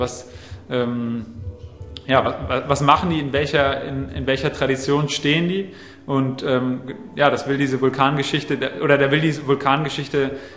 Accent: Marburg, Hesse, Germany; moved away as an adult; now in Halle, Germany; Ursprünglich komme ich aus Marburg in Hessen und bin eben nach Halle gekommen, um dort Kunst zu studieren.

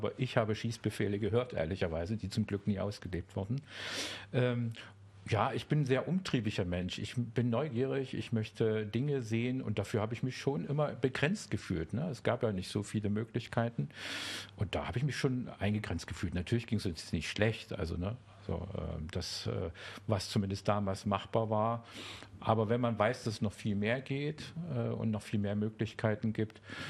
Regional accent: Germany; Ich bin in der DDR groß geworden

